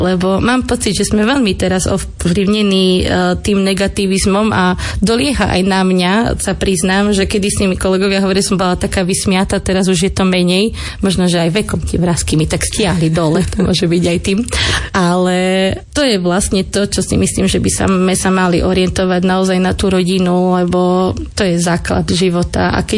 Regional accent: Stará Ľubovňa, Prešov Region, Slovakia; accent: Eastern Slovak; u mňa je cítilný východniarský prízvuk, za ktorý sa ja nehambím a som na ňo hrdá už teraz.

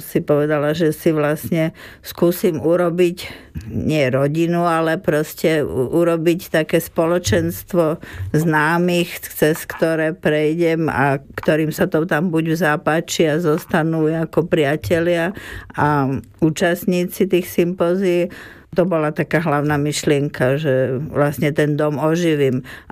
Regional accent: Bratislava, Bratislava Region, Slovakia; born there; moved away; also born or lived in Prague; ako kedysi u nás doma v Bratislave.

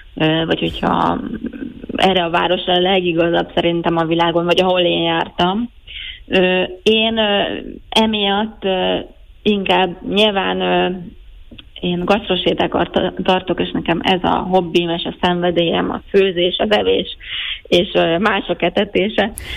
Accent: Budapest, Hungary; now in Naples, Italy; én ugye Budapesten nőttem fel

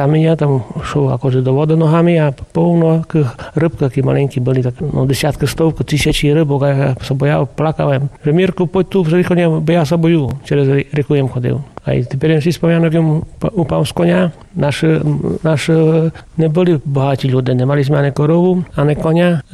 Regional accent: Starina, Prešov Region, Slovakia; also born or lived in Humenné; brat sa narodil v Starini a ja som narodil v Humennom, takže jem v úzovkách rodom Humenčana. Ale detstvo a mladosť jem prežil v Starini, tam jem maľoval prvý obraz v starinskej škole.

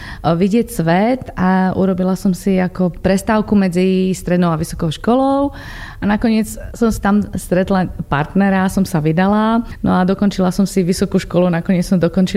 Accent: eastern Slovakia, Slovakia; now in London, United Kingdom; ja som priamo z východnej, takže priamo z Tatie

